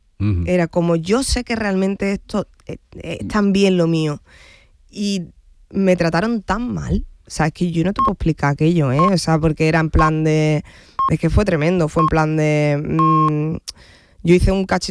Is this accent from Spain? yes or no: yes; Andalusia, Spain; o sea, yo soy andaluza, soy mujer, soy cómica